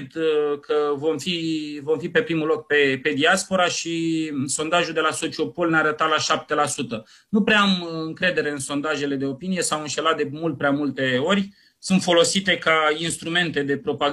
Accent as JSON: {"language": "Romanian", "town": "Focșani", "region": "Vrancea County", "country": "Romania", "tie": "born there", "said": "M-am născut la Focșani, de acolo e mama și știu că și dumneavoastră sunteți vrânceani"}